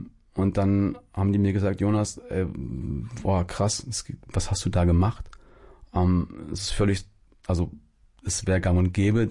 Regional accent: Hesse, Germany; also born or lived in Los Angeles, United States; ich bin im Dorf groß geworden, so, hab dann in Gießen mein Abi gemacht und danach irgendwie ja auch von der Welt noch nicht viel gesehen gehabt

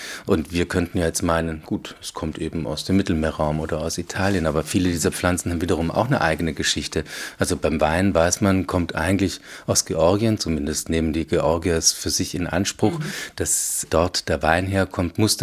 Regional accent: Baden-Württemberg, Germany; Also nehmen wir mal die Birne als Beispiel, da wo ich aufgewachsen bin und übrigens auch der Ministerpräsident des Landes Baden-Württemberg.

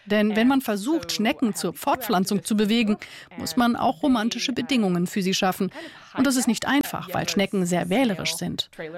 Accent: Ukraine; Immer wieder sind mir als Ukrainerin im Westen diese stereotypen Vorstellungen darüber begegnet, wie ich aussehen sollte als ukrainische Frau

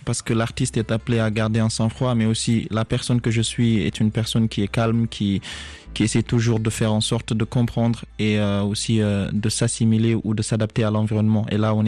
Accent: Nouadhibou, Dakhlet Nouadhibou, Mauritania; moved away; Oui, je viens de Ouagadougou, la capitale économique de la Mauritanie.

